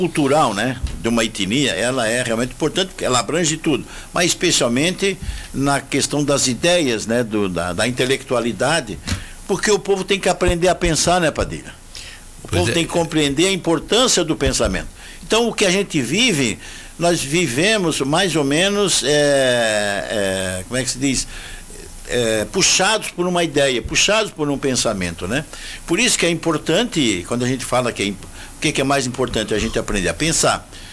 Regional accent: Brazil

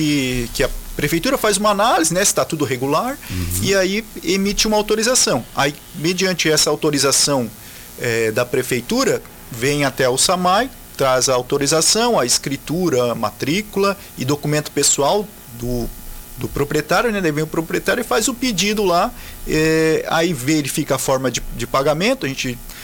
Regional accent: Orleans, Santa Catarina, Brazil; Sou orleanense, os meus avós eram do Rio Novo, mas eu não nasci no Rio Novo. Eles, quando se casaram, eles se mudaram mais aqui para a região do Tirão Comprido, aí eu sou dessa região aí.

